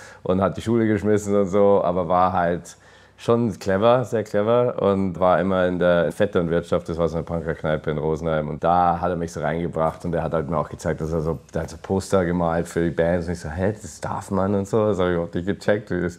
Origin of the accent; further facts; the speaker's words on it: England, United Kingdom; Genau, weil ich wollte wieder zurück nach England mal, um zu schauen, wo ich herkomme.